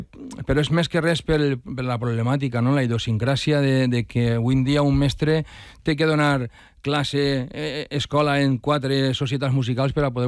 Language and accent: Catalan; Valencia, Valencian Community, Spain; also born or lived in Llíria; Jo anava a escola a Llíria, eh? O sea, jo no sóc de Llíria, jo sóc d'ací del Cabanyal.